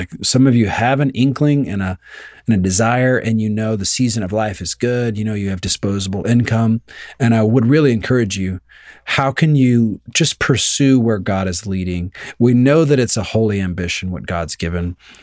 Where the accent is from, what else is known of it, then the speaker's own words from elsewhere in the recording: Savannah, Georgia, United States; I stopped saying I'm from Savannah because you guys made me self-conscious about it.